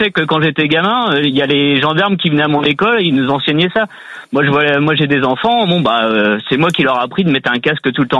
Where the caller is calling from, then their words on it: Saint-Lambert-du-Lattay, Pays de la Loire, France; De Saint-Lambert-du-Laté, à côté de Angers